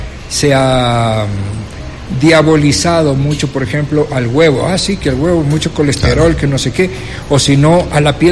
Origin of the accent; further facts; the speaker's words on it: Guayaquil, Guayas, Ecuador; now in Quito, Ecuador; yo soy de Guayaquil, yo cuando llegué a Quito